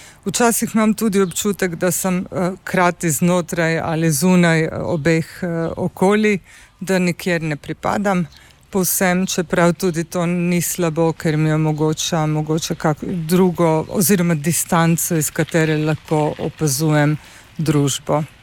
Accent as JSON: {"language": "Slovenian", "town": "Pula", "region": "Istria County", "country": "Croatia", "tie": "born or raised there", "second_language": "Slovenian", "moved": "yes", "lives_now": "Ljubljana, Slovenia", "said": "Ker sem odraščala v Pulju, ki je večjezično in multikulturno območje"}